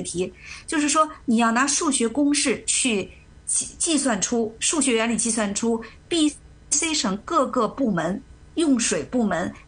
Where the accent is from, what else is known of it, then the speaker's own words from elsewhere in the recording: China; 那好像是我们，就是我们中国人的技术能力都特别强。